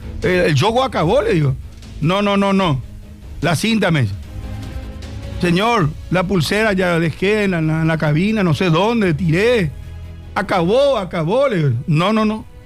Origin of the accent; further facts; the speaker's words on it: Paraguay; Soy paraguayo, le digo.